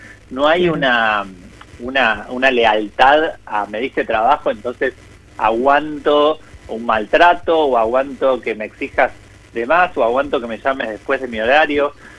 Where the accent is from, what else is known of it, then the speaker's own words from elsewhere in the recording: Córdoba, Argentina; moved away as an adult; now in Buenos Aires, Argentina; Soy de Córdoba, pero bueno, hace 20 años que ya me vine a Buenos Aires y me quedé por acá.